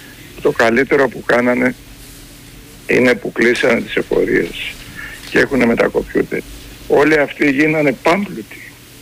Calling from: Nea Ionia, Attica, Greece; είμαι από Νέα Ιωνία

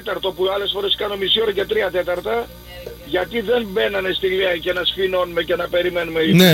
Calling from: Crete, Greece

